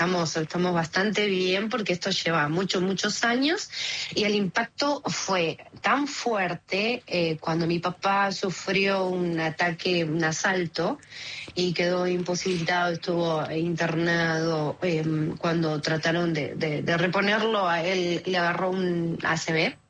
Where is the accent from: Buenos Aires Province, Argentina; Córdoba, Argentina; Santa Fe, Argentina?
Buenos Aires Province, Argentina; Banfield; Yo, zona sur, yo me crié en Banfield.